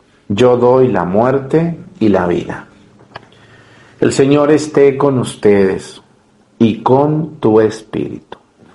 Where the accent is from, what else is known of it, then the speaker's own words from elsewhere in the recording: Mexticacán, Jalisco, Mexico; moved away; dice la canción, y el padre Arturo también es de un rancho. De hecho, mi pueblo, Mestigacán, cuando vayan van a ver que es un pueblito, casi un ranchito. Entonces yo crecí entre pollos, gallinas, vacas, burros, mulas, yeguas, de todo